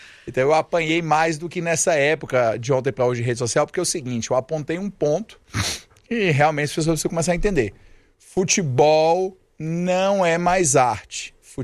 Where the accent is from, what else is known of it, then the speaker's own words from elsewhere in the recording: Ceará, Brazil; Eu sou cearense